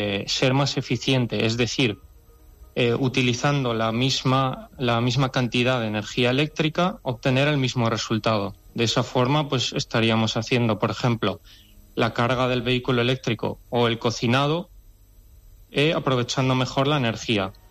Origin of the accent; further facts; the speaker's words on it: Zaragoza, Aragon, Spain; born there; Yo ya nací aquí en Zaragoza.